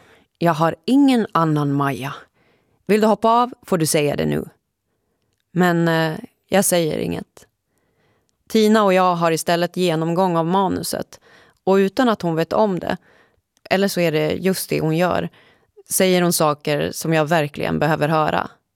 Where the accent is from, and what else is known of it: Gävle, Gävleborg County, Sweden